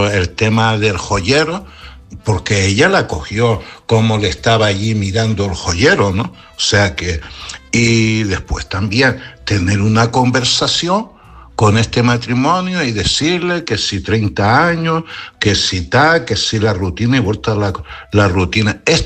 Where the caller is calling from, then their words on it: Canary Islands, Spain; desde Gran Canaria.